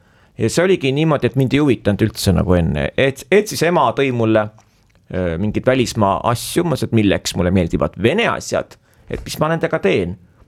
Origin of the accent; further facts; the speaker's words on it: Viljandi, Viljandi County, Estonia; et ma olen Viljandist.